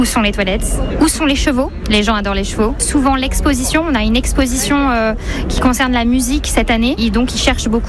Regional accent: Bordeaux, Nouvelle-Aquitaine, France; j'ai 23 ans et je suis née à Pellegrin, à l'hôpital Pellegrin. Donc je suis bordelaise de naissance. Et j'ai toujours vécu à Bordeaux et fière de l'être, évidemment.

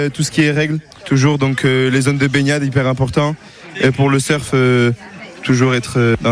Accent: Mont-de-Marsan, Nouvelle-Aquitaine, France; born there; je suis né ici, à Mont-de-Marsan.

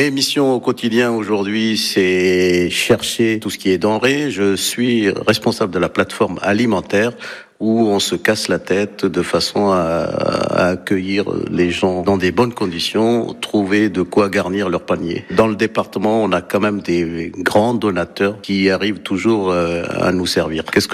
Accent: Nîmes, Occitanie, France; born there; now in La Quinte, France; j'ai 60 ans, je suis né à Nîmes, j'habite à La Quinte, dans la Sarthe, depuis 1985.

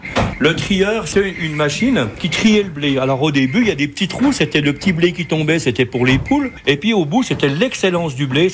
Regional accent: Bonnevaux, Bourgogne-Franche-Comté, France

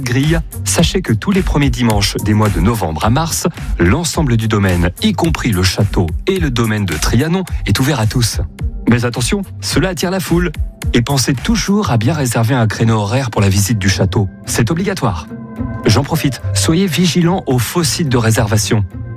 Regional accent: Saumur, Pays de la Loire, France; born there; je suis animateur à ICI Paris-Île-de-France. J'adore la ville de Versailles, peut-être parce que je suis né à Saumur, la capitale du cheval

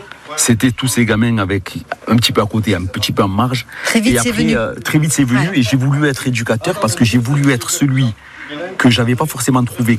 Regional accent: Lodève, Occitanie, France; born or raised there

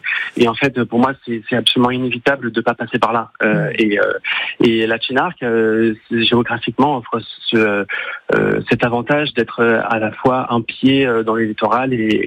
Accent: Sant'Andrea-d'Orcino, Corsica, France; je suis originaire de Saint-André, d'Orchine.

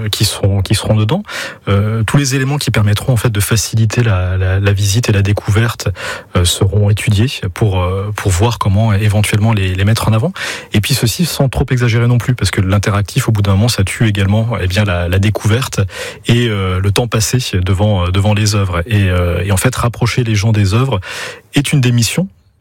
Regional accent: Grand Est, France; now in Finistère, France

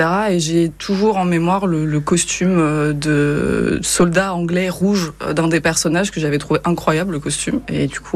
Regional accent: Nantes, Pays de la Loire, France; born there; Je suis née à Nantes. Ouais. Je suis une personne de la région. Ouais. En 1995

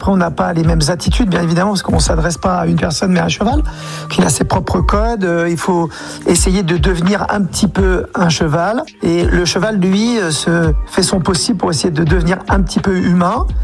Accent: Roubaix, Hauts-de-France, France; born there; je suis né en 1975, donc j'ai 51 ans, je suis né à Roubaix.

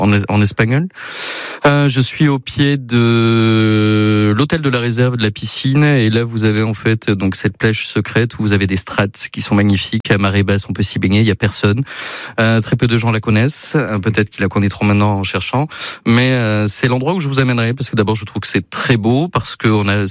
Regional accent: Bayonne, Nouvelle-Aquitaine, France; also born or lived in Arcachon; c'est peut-être parce que j'ai toujours vécu au Pays Basque, ou quasiment toujours vécu au Pays Basque, que j'ai cette vision-là. Mais à la base, je suis un arcachonnais, je suis né à Arcachon, et j'ai vécu depuis mes 6 mois entre Bayonne-Anglet et Biarritz.

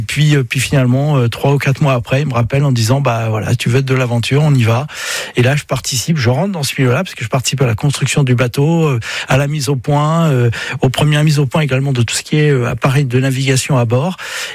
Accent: Brittany, France; je suis breton, et puis je le ressens profondément, donc voilà, de la vallée de la Rance, juste derrière Saint-Malo

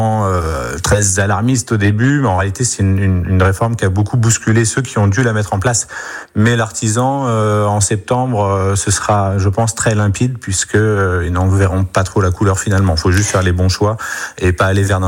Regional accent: Normandy, France; c'est le sujet majeur chez nous dans la Manche.

